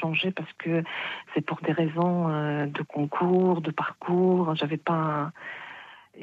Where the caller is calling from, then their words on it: France; ça fait 5 ans que je suis en France